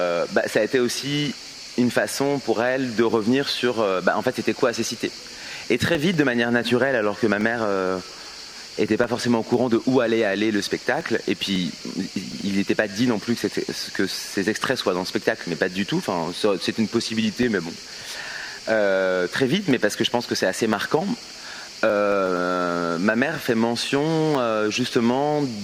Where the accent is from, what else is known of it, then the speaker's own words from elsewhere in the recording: Île-de-France, France; born there; où est-ce qu'on a vécu depuis l'arrivée de mon grand-père en métropole. Et ils ont tellement été déplacés de cité de transit en cité plus ou moins pérenne, etc., dans le même territoire du 93, la Seine-Saint-Denis